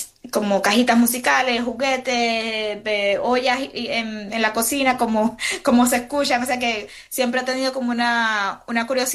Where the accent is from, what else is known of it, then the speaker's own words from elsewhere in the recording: Puerto Rico; now in Brooklyn, New York, United States; Yo soy radicada ahora mismo en Brooklyn, Nueva York, pero nací y crecí en Puerto Rico y voy mucho a la isla